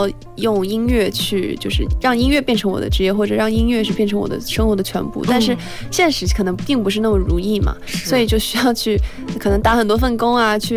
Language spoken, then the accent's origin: Chinese; Shenzhen, Guangdong, China; 因为我在深圳长大